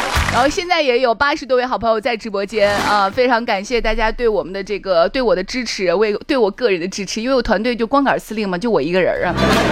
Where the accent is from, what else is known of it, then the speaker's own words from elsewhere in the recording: Thailand; Chinese is a second language; 萨瓦迪卡，卡崩卡，打在字儿哈。大家好，我是来自泰国的